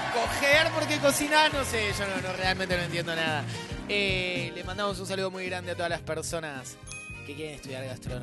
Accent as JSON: {"language": "Spanish", "region": "Buenos Aires", "country": "Argentina", "said": "los porteños son el peor, el peor problema de Capital Federal, somos es Capital Federal"}